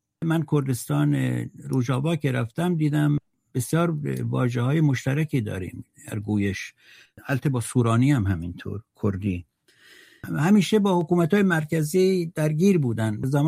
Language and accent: Persian; Qalat, Fars, Iran; من در این روستا خوندم. اسم روستا قلات، شمال شیراز،